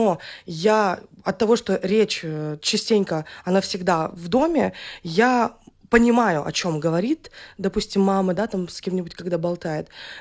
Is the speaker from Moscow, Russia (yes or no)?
no; Anyuysk, Chukotka Autonomous Okrug, Russia; moved away; also born or lived in Bilibino; Я родилась в городе Билибино. Малой родиной своей считаю село Анюйск, и вообще Чукотка для меня это родные места моих родителей, это Амалон, Анюйск, Билибино